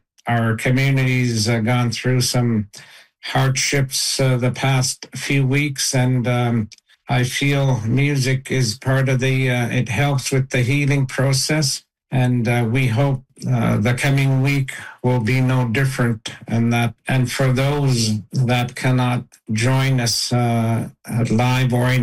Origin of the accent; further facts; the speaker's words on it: Kuujjuaq, Quebec, Canada; I'm from Kudjuruk, part of the Akpig Jam committee, volunteer committee.